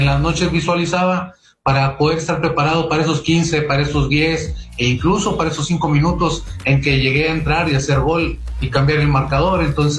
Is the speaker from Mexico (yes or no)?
yes; Saltillo, Coahuila, Mexico; Aunque tenía 9 años, la primera vez que salí de Saltillo fui a un estadio allá en Monterrey